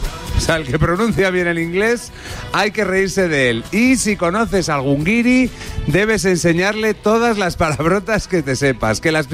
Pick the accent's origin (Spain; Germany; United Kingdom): Spain